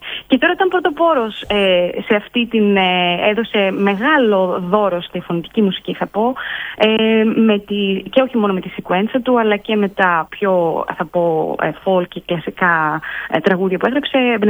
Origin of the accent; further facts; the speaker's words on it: Crete, Greece; εδώ στην Κρήτη, στην πατρίδα μου